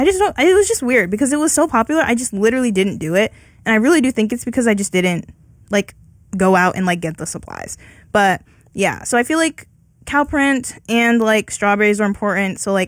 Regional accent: San Diego, California, United States; moved away; San Diego Petco Park in, you know, my hometown of it all.

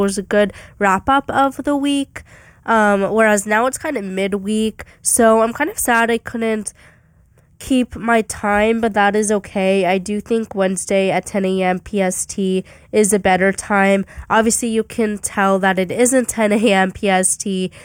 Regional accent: Arizona, United States; moved away as an adult; now in Orange, United States; Obviously, you girlies know I'm from Arizona

